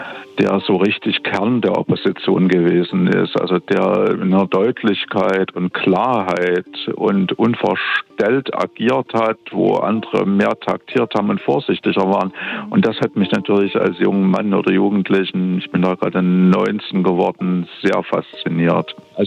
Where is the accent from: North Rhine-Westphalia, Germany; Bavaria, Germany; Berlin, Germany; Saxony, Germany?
Saxony, Germany; Dresden; born there; Ja, ich bin ja kein Thüringer. Ich bin ja gebürtiger Dresdner